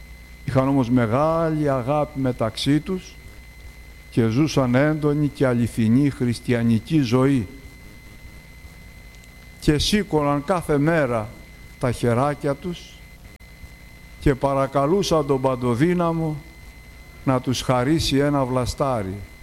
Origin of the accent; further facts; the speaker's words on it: Dimitsana, Peloponnese, Greece; born there; Στα μέρη μας στη Δημητσάνα την έχουν πολιούχο και έχουμε μεγαλώσει με την ανάσα της και την αγάπη της και τη στοργή της.